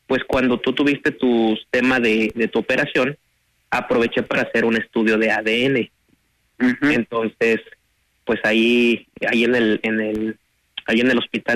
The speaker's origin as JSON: {"language": "Spanish", "region": "Michoacán", "country": "Mexico", "moved": "yes", "lives_now": "Tijuana, Mexico", "said": "yo soy el que salí corriendo allá de Michoacán. Y vine acá para Tijuana."}